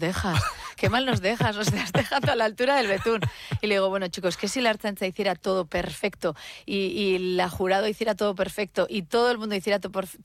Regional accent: Legazpi, Basque Country, Spain; El miércoles presenté en Donosti, el jueves en mi pueblo, en Legazpi.

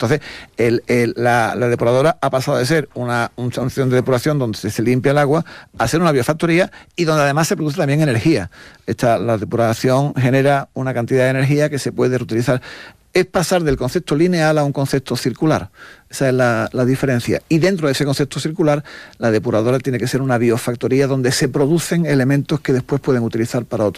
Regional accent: Spain; a lo mejor en mi tierra aquí o quizás no. Pero sí deberíamos conocer el valor del agua, porque lo que sí hacemos bien los españoles es, cuando nos dan una nota de que hay que ahorrar agua y tal, hacerlo.

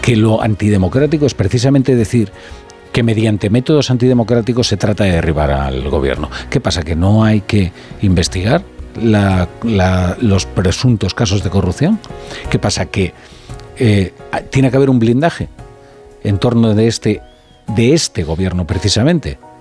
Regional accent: Córdoba, Andalusia, Spain; Soy de Córdoba con sorte, ¿verdad? … que ahí todo el mundo se llama Rafael.

